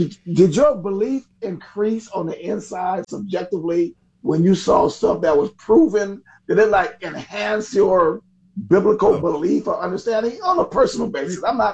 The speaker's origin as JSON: {"language": "English", "town": "New Orleans", "region": "Louisiana", "country": "United States", "tie": "born or raised there", "said": "Paul Morton, a very famous preacher out there in New Orleans, from my hometown"}